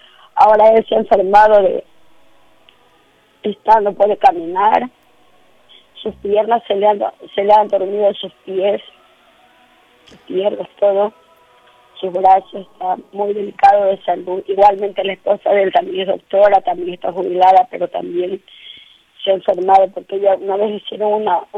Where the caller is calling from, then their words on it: Portoviejo, Manabí, Ecuador; De Puerto Viejo, provincia de Manabí.